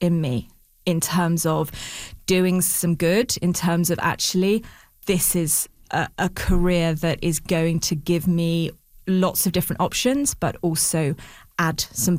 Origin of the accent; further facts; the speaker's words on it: United Kingdom; And because I'm so British and so awkward, I was too embarrassed to leave.